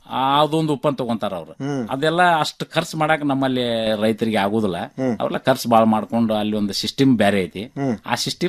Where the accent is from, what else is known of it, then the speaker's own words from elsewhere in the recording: Karnataka, India; ನಮ್ಮ ಊರ್ಲಿಂದ, ನಾವು ಬೆಲವಂತರಿಂದ ನಾವು ಇಬ್ರು ಹೋಗಿದ್ವಿ.